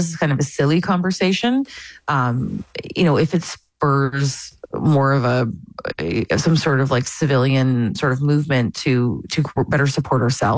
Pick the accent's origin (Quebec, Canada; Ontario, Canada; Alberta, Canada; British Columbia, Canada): Ontario, Canada; Amherstburg; moved away as an adult